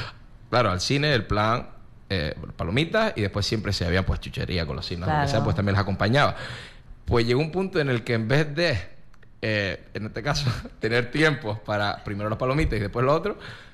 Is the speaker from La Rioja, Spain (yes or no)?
no; Canary Islands, Spain; moved away as an adult; now in Lanzarote, Spain; Benji y yo, los dos somos de Gran Canaria, llevamos aquí...